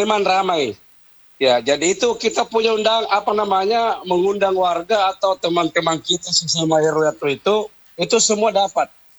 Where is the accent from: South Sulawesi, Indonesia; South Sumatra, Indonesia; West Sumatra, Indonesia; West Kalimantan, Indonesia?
South Sulawesi, Indonesia; kalau di tempat saya dulu, ya saya kan dari Petarani ya, Beto Cinde sana, Lurah Buakana.